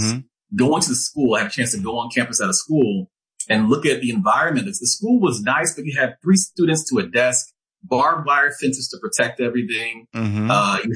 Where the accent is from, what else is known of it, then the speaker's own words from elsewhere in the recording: Nigeria; being Nigerian, the first thing they want you to be is a doctor, lawyer, engineer.